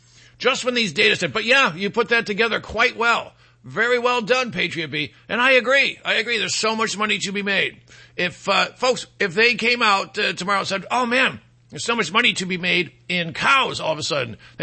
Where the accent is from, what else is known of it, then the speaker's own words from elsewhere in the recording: Detroit, Michigan, United States; I'm from Detroit. It's the law.